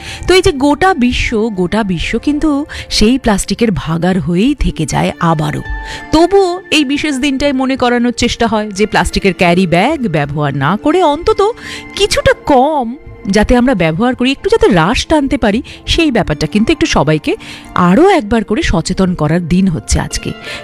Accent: India; আমরা ভারতীয়

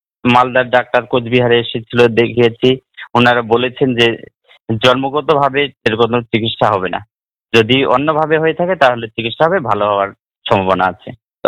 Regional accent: Tufanganj, West Bengal, India; 1994 ষোলোই জুলাই জন্ম। আমার বাড়ি পশ্চিম রামপুর, পাঁচ নং কলোনি, তুফানগঞ্জ 2।

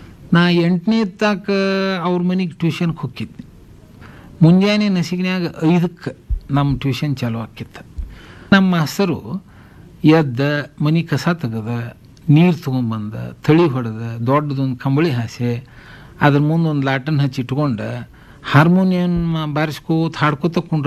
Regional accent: Banahatti, Karnataka, India; ನಮಗೆ ನಮ್ಮ ಊರು ಬನಟ್ಟಿ ಸಣ್ಣದು

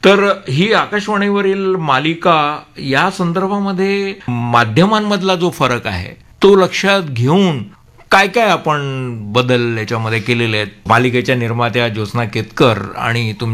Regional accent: Mumbai, Maharashtra, India; एक मुंबईकर म्हणून

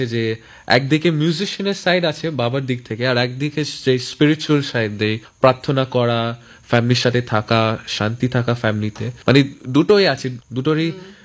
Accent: Kolkata, West Bengal, India; যদি আমি বাঙালি তার আমার কলকাতায় থাকতে হবে, আমি আর কোনো জায়গায় যেতে চাই না।

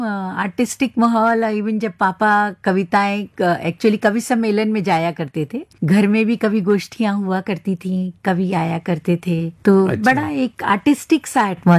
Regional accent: Meerut, Uttar Pradesh, India; मेरा बचपन मेरठ में बीता है।

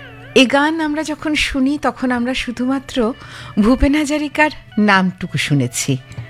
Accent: West Bengal, India; আমরা দুজনেই বড় হয়েছি কলকাতা থেকে একটু দূরে মফস্বল শহরে।

